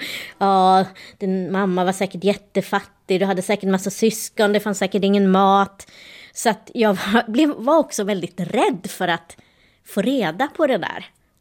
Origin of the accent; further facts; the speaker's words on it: Sweden; also born or lived in India; Ja, jag svarade att jag var adopterad från Indien. Sen fick jag många frågor om jag trivdes. Hur det var här i Sverige.